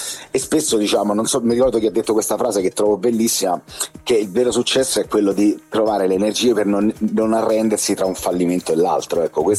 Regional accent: Jamaica; intendo tutta la musica che proviene dalla Giamaica. È la mia terra

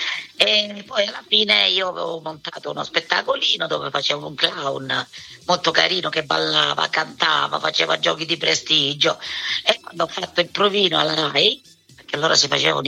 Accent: Galatina, Apulia, Italy; born there; io sono nata a Galatina, provincia di Lecce, un paesino, una cittadina molto bella, e nel sud.

